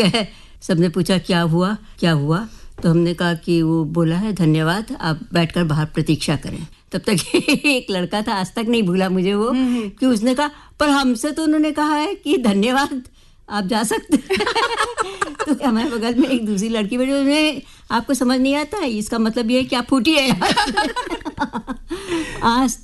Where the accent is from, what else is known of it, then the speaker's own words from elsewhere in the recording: Lucknow, Uttar Pradesh, India; born there; हम लखनऊ में पैदा हुए और लखनऊ में ही